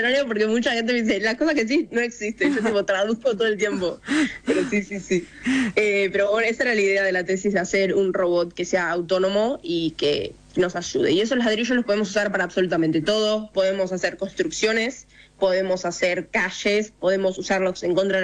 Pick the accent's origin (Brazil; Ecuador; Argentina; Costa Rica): Argentina; now in United States; Y porque soy argentina, nací acá, crecí acá, todo acá, me crié acá, y obviamente mis papás, toda mi familia sigue estando en Argentina